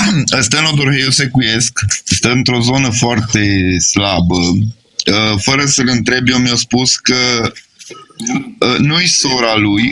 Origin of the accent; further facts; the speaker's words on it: Sighișoara, Mureș County, Romania; Nem, én Segesvárt vagyok, Segesvári vagyok.